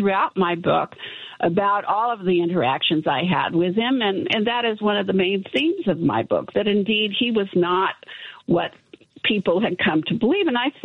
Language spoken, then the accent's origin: English; California, United States; why I was working for him when I came from California